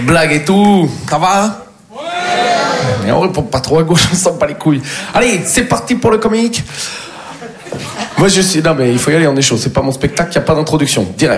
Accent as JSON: {"language": "French", "region": "Nouvelle-Aquitaine", "country": "France", "said": "Moi je viens du Poitou-Charentes."}